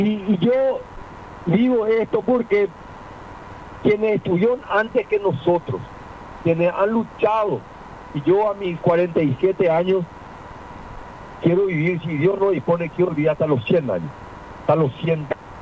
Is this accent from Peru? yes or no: no; Paraguay; vengo emocionado como un paraguayo